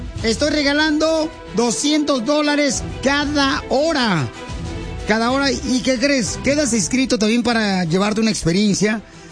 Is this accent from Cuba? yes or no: no; Michoacán, Mexico; Ahora te pregunto, viejón, ¿a qué venimos de Michoacán, este país?